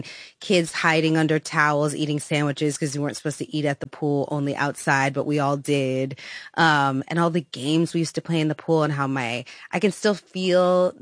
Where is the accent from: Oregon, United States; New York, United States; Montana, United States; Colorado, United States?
New York, United States; New York City; And I loved growing up in the Bronx. I loved my neighborhood. I loved my community.